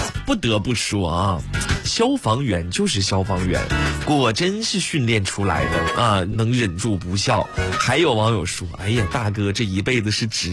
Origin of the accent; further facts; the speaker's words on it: Northeast China, China; now in Xuzhou, China; 发生在东北，发生在我的老家